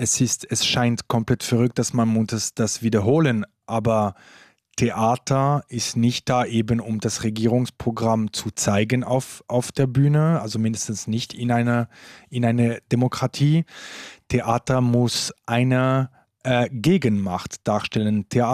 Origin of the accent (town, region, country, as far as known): Romandy, Switzerland; first language fr; German is a second language